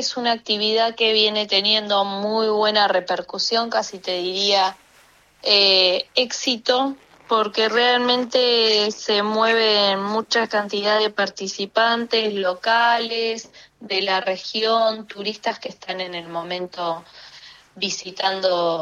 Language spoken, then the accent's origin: Spanish; Buenos Aires, Argentina; nosotros que somos patagónicos y bonaerenses